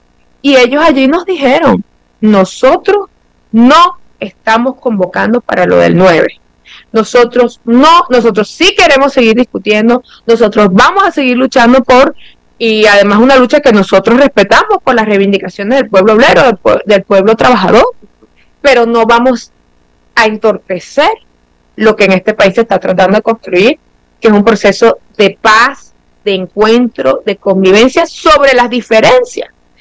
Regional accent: Venezuela; yo me siento como mujer y como venezolana bien representada.

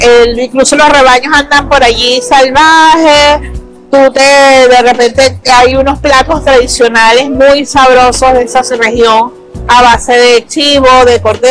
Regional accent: Venezuela; Yo me siento bien orgulloso como venezolana

